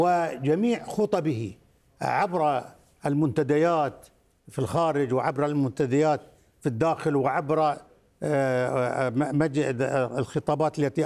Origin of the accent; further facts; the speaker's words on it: Qatar; لا نقول هذا الكلام ولا نقوله كقطريين